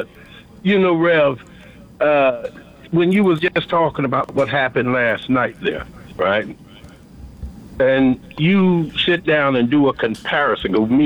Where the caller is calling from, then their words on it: Philadelphia, Pennsylvania, United States; No, I think … from Philadelphia.